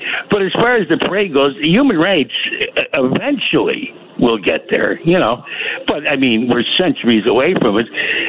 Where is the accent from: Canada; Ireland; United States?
Ireland; I go into another dimension because I'm Irish and I cannot take anything.